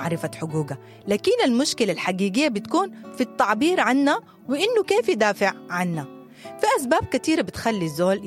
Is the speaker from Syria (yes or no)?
no; Sudan; إحنا كسودانيين